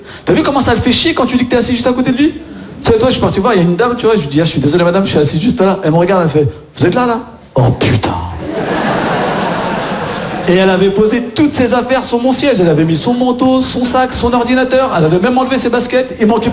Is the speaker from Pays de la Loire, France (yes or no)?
yes; Nantes, Pays de la Loire, France; Moi, les amis, je viens de Nantes, ok?